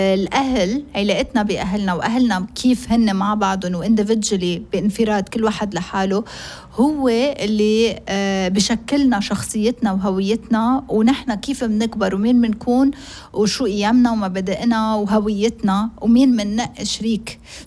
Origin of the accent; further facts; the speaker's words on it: Lebanon; accent: Lebanese Arabic; first language Arabic; كبرنا بنحكي لبناني العربي، كيف كل واحد حتى بلبنان كل واحد بيحكي حسب منطقته،